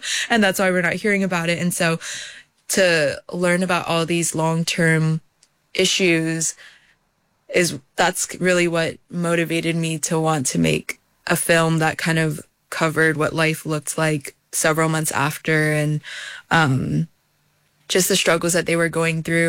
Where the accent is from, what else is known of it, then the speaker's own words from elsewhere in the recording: Hawaii, United States; because I'm from Oahu and the fire was on Maui